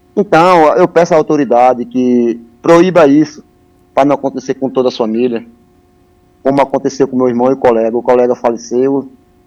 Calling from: Lagarto, Sergipe, Brazil; a gente somos do município de Lagarto.

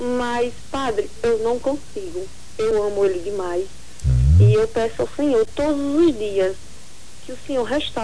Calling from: Itabaianinha, Sergipe, Brazil; Sou da cidade de Itabaianinha, Sergipe.

